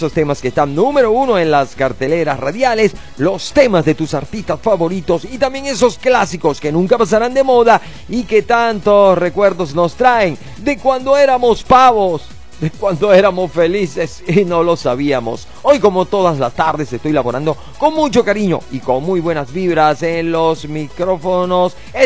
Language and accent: Spanish; Eastern Venezuela, Venezuela; para nosotros los orientales, ¿no? Y los que creemos en nuestra, en la Virgencita